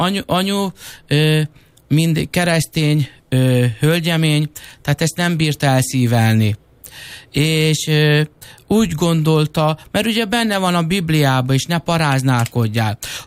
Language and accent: Hungarian; Ercsi, Fejér, Hungary; born there; also born or lived in Sárbogárd